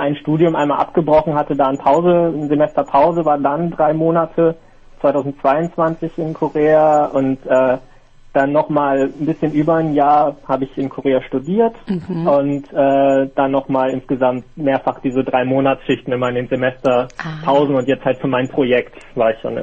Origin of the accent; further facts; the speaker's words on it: Northern Germany, Germany; als ich nach Korea kam, ich komme aus Norddeutschland, hier ist halt wirklich flach, kein einziger Berg, nichts.